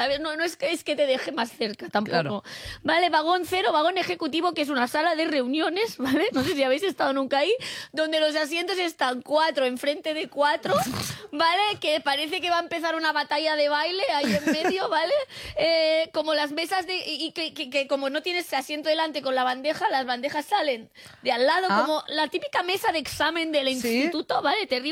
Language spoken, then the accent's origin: Spanish; Catalonia, Spain; yo pensaba que no podía ser más catalana, pues... Pues ahora soy más catalana aún.